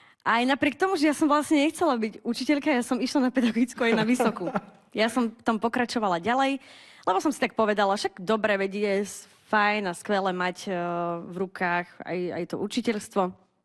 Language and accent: Slovak; Bardejov, Prešov Region, Slovakia; lebo ja originál pochádzam z Bardejova.